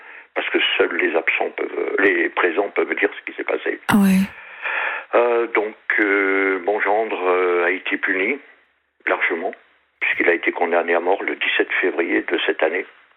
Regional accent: Southwest France, France; accent: Southwest France; ma cousine, qui est du Périgord, comme un petit peu l'accent que j'ai, quoi. Je suis du Sud-Ouest.

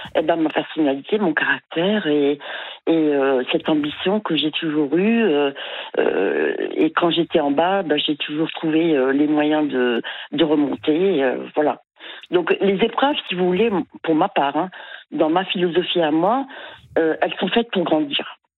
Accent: Marseille, Provence-Alpes-Côte d'Azur, France; born there; Et ensuite j'ai été transférée en France parce que figurez-vous que je suis née à Marseille, mais vraiment j'y suis née, c'est tout.

